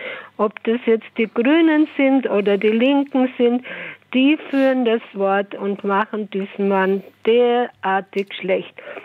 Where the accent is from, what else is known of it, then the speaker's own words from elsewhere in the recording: Bavaria, Germany; wie man bei uns in Bayern sagt, abgewatscht